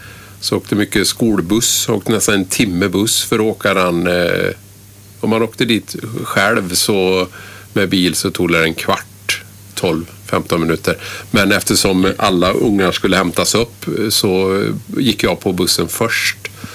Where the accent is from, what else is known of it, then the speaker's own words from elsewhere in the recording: Vesene, Västra Götaland County, Sweden; Ja, jag är från Vesene i Herrljunga kommun. En liten ort med få invånare. Och där bodde jag på landet med mamma och pappa.